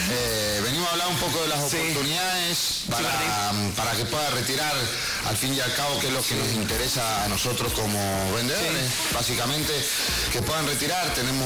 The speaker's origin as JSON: {"language": "Spanish", "country": "Argentina", "said": "somos argentinos."}